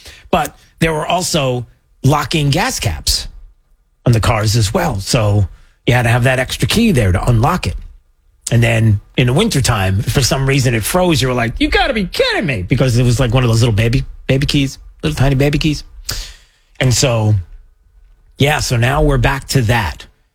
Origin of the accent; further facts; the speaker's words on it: New York, United States; I grew up in New York.